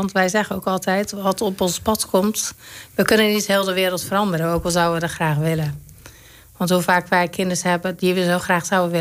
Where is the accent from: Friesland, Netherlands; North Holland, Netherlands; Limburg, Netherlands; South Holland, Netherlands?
South Holland, Netherlands; Zoetermeer; also born or lived in Rozenburg; now in Nieuwe-Tonge, Netherlands; In Rozenburg, en ik ben opgegroeid in Zoetermeer.